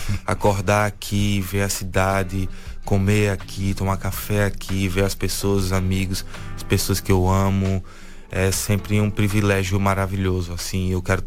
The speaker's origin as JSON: {"language": "Portuguese", "town": "Maceió", "region": "Alagoas", "country": "Brazil", "said": "mas também levar a música e os recursos do mundo para Maceió também. Levar o meu conhecimento para a minha terra."}